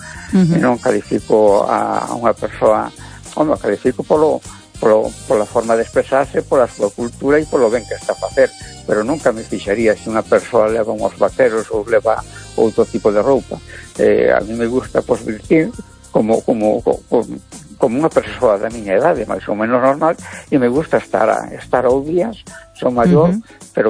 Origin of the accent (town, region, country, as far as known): A Coruña, Galicia, Spain